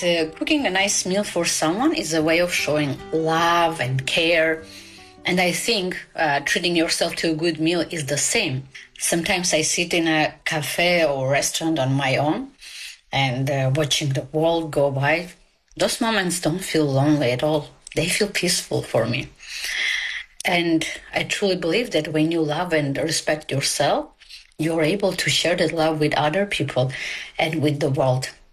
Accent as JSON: {"language": "English", "town": "Barcelona", "region": "Catalonia", "country": "Spain", "said": "from Barcelona in Spain."}